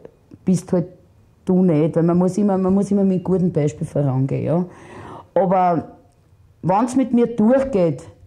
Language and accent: German; Vienna, Austria; Da ist der zweite Bezirk, wo ich aufgewachsen bin, voll mit mir durchgegangen.